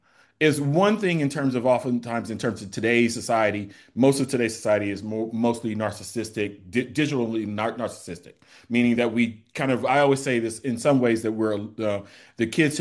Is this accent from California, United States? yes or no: yes; Inglewood, California, United States; I had made an educational leap that was well beyond what I had known growing up in Inglewood, California.